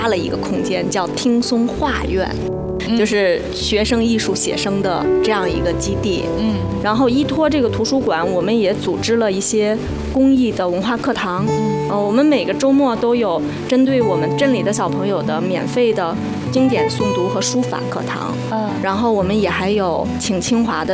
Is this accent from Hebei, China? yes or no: yes; Yi County, Hebei, China; moved away as an adult; 因为我们易县就是千年的古县，然后童年就生长在清溪陵这个世界文化遗产里